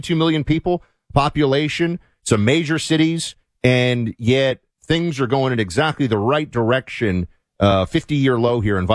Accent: Florida, United States; So you are running for governor in Florida, my home state here

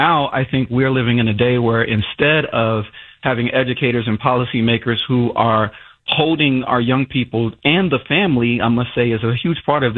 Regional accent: Chicago, Illinois, United States; I grew up in Chicago in the 90s. Almost all of my teachers were African American women.

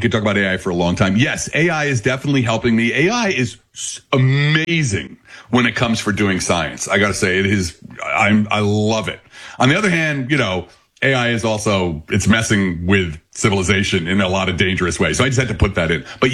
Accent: Belleville, New Jersey, United States

